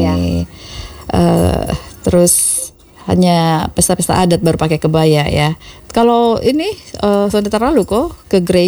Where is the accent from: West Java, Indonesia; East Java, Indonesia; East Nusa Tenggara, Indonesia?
East Nusa Tenggara, Indonesia; moved away; Saya pun kampung ada di Benak Masuk itu, Mama sayang. Di apa deh? Kolbano lah, dekat-dekat Kolbano lah begitu.